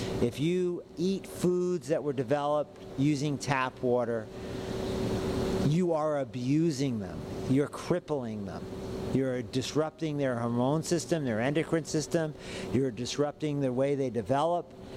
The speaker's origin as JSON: {"language": "English", "region": "Hawaii", "country": "United States", "said": "that I am Hawaiian, and I really do believe I am Hawaiian."}